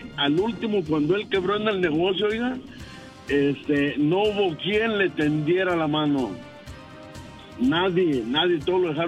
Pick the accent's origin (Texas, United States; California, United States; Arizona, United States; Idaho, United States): Idaho, United States; Pero es que dijo de Utah, yo no soy de Utah, soy de Idaho.